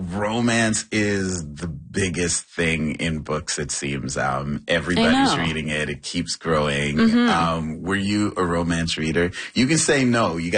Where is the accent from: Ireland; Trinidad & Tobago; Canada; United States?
Trinidad & Tobago; No. I grew up in Trinidad.